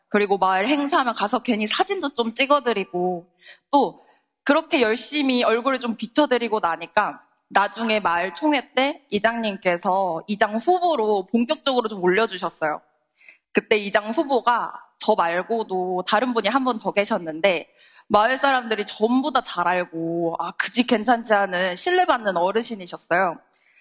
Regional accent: Wando, South Jeolla, South Korea; 제가 지금 말하는 걸 들어보면 제가 완도를 정말 좋아하는 사람 같아 보이는데 저도 어렸을 때는 완도가 너무 답답하고 그리고 하루빨리 완도를 뜨고 싶다 이런 생각을 하면서 지냈었는데요.

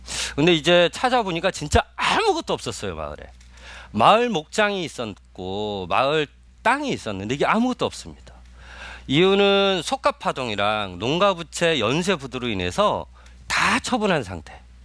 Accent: Jeju, South Korea; 제주에서 왔고요. 제주에서도 해발 500m 그리고 가구수는 21가구인 한라산 아래 첫마을 광평리에서 왔습니다. 그리고 제가 그 마을의 최연소 막내가 아니라요, 최고령 막내입니다.

